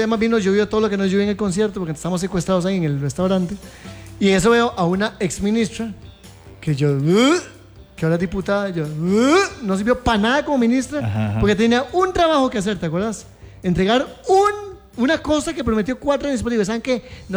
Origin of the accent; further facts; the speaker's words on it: Costa Rica; Cuando le dije que soy de Costa Rica, me dijo, ah, pura vida, tico.